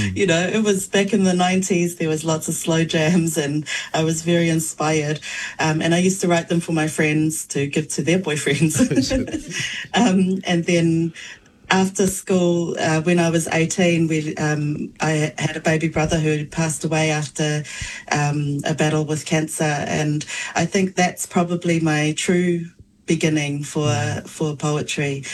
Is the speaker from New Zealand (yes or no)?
yes; Wellington, New Zealand; also born or lived in Samoa; Yes, I was born in Samoa and then raised in Te Whanganui Ātara in Kilburnie in Wellington.